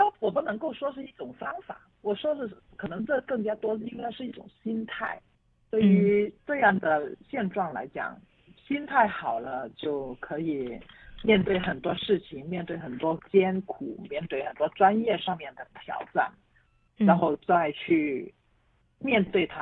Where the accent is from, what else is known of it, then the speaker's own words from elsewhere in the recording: Guangdong, China; 我们广东人